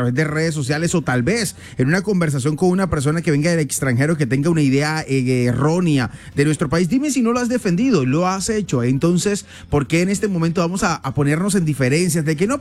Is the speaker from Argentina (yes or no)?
no; Colombia; todos nos unamos como colombianos